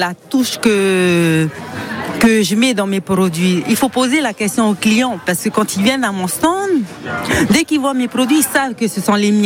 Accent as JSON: {"language": "French", "region": "Austral Islands", "country": "French Polynesia", "tie": "born or raised there", "said": "Je viens de l'archipel des Australes et spécialement de l'île de Rimatara où la vannerie fait partie intégrante de la vie de tous les jours."}